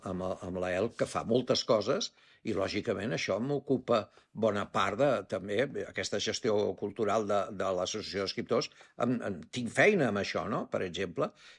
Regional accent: Barcelona, Catalonia, Spain; now in Ibiza, Spain; Jo ja porto més anys aquí que a Barcelona. Llavors, clar, tinc les arrels a Barcelona i m'estimo Barcelona.

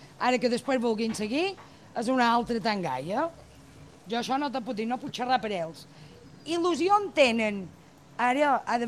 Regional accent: sa Pobla, Balearic Islands, Spain; jo som poblera

